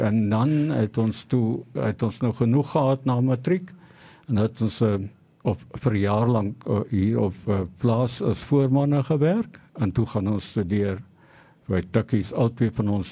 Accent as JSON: {"language": "Afrikaans", "town": "Pietermaritzburg", "region": "KwaZulu-Natal", "country": "South Africa", "tie": "born there", "said": "Gebore in Pietermaritzburg, en soos die kinders meer geword het, kom my ouers nie die mas opkom nie"}